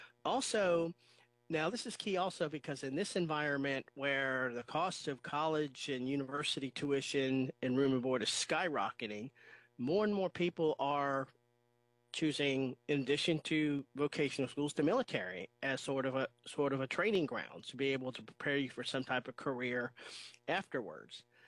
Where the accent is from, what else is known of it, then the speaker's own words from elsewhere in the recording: South Carolina, United States; my home state here in South Carolina